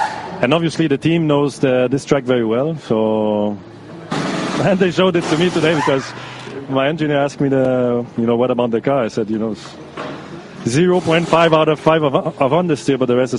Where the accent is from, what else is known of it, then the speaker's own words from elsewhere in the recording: Canada; accent: Canadian; they make fun of my Canadian accent as well, so we have good fun.